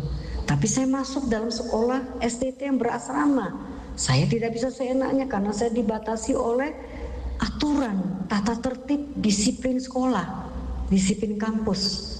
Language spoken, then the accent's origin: Indonesian; Lombok, West Nusa Tenggara, Indonesia; moved away as an adult; Seperti saya merantau 35 tahun lebih. Saya merantau dari Lombok. Ketika saya pergi dari rumah, ayah saya berkata, baik-baik di tempat orang.